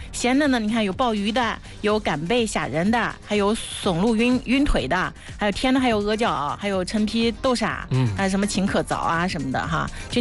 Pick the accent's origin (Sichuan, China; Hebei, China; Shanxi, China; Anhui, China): Anhui, China; Huainan; accent: Huainan Fengtai dialect; moved away; 这种用合肥的方言在评价我淮南凤台的方言是吗？